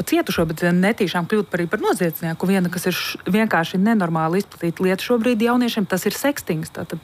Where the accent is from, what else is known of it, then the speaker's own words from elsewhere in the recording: United Kingdom; bet tā kā es no Lielbritānijas, tad šobrīd tur ir tūkstošiem bērnu